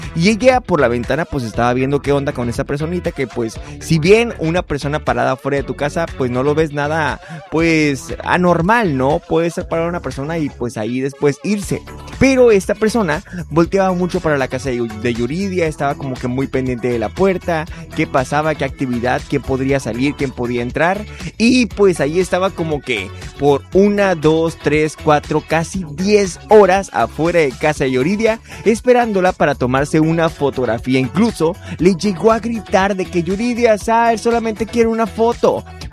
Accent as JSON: {"language": "Spanish", "town": "Hermosillo", "region": "Sonora", "country": "Mexico", "said": "que ya no venga a Sonora, que ya no venga a Hermosillo, mi tierra que tanto amo"}